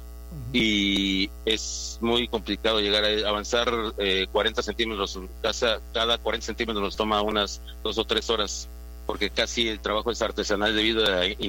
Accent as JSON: {"language": "Spanish", "country": "Mexico", "said": "Nosotros, como mexicanos, han estado apoyando, están presentes."}